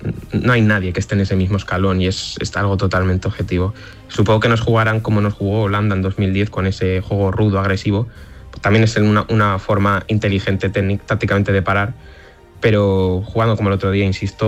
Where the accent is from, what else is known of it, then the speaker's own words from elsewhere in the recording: Aragon, Spain; yo soy de un pueblo de Teruel